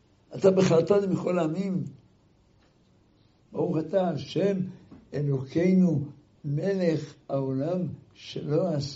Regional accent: Haifa, Haifa District, Israel; אני גדלתי בחיפה, לפני 70 שנה.

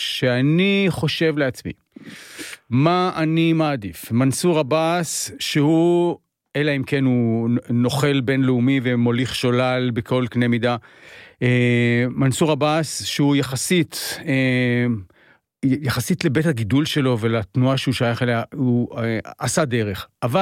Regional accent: Jerusalem, Jerusalem District, Israel; אני ירושלמי.

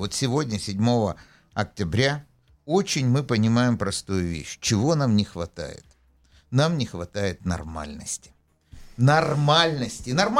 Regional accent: Israel; ты спокойно выезжаешь и говоришь, что ты из Израиля.

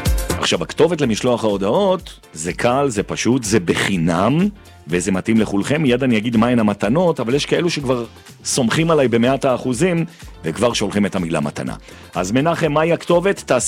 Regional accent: Jerusalem, Jerusalem District, Israel; אני גדלתי ברחוב הנביאים בירושלים, זה בסמוך לבית ישראל ולמאה שערים.

